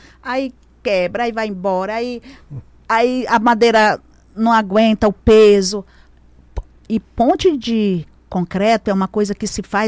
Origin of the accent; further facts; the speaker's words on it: São João da Baliza, Roraima, Brazil; eu sou lá do sul do estado, sou lá do Baliza.